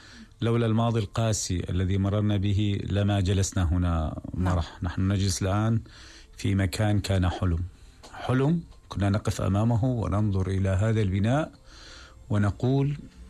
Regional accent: Deir ez-Zor, Deir ez-Zor Governorate, Syria; من دير الزور، من المحافظة التي أعتز بها. وأعتز بالانتماء إليها، وبرأيي بأني كون ابن تلك المحافظة المعروفة بفصاحتها

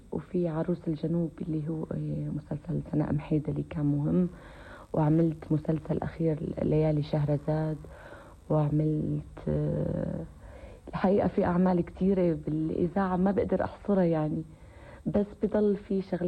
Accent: Syria; وكنت أنا الوحيدة اللي من سوريا

